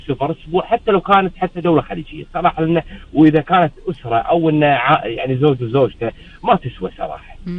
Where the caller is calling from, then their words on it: Kuwait; الفنادق الكويتيه اللي موجوده هنا في الدوله